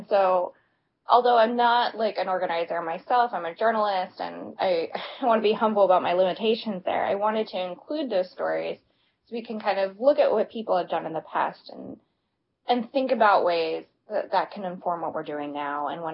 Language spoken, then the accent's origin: English; Virginia, United States; But growing up where I did